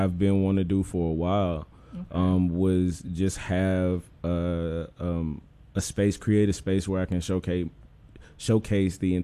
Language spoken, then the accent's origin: English; Memphis, Tennessee, United States; I'm from Orange Mound. Hey. And I grew up in the Mound when the Mound was the Mound.